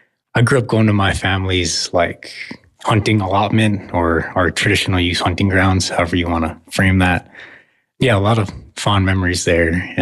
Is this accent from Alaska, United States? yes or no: yes; Barrow, Alaska, United States; I'm 29 years old. I was born and raised, currently live in and work out of Barrow, Alaska.